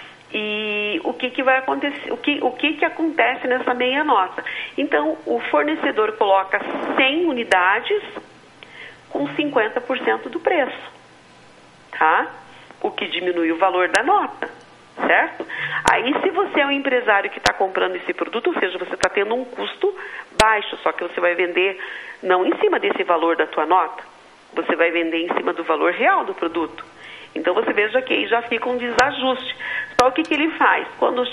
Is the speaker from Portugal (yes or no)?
no; Brazil